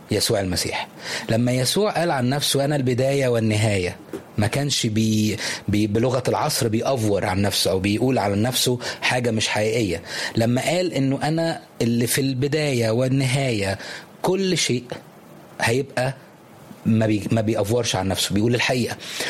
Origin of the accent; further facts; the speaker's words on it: Upper Egypt, Egypt; زي كده عندنا في الصعيد لما بيقول الراجل بيتربط من كلمته.